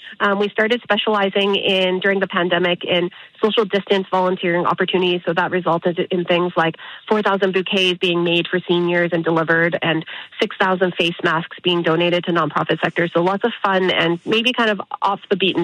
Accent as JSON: {"language": "English", "town": "Calgary", "region": "Alberta", "country": "Canada", "tie": "born or raised there", "said": "Growing up in East Calgary, we volunteered a lot as a family just within our own neighborhoods."}